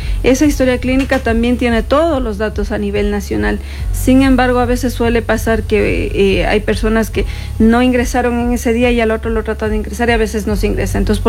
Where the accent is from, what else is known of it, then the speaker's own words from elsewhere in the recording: Cotacachi, Imbabura, Ecuador; yo soy de Cotacachi